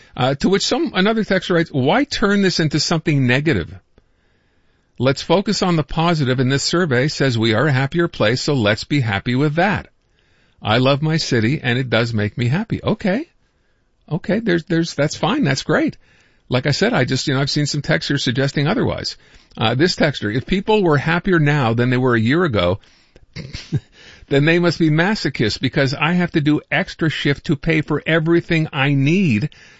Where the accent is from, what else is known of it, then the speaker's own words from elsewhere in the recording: Canada; because we're Canadian.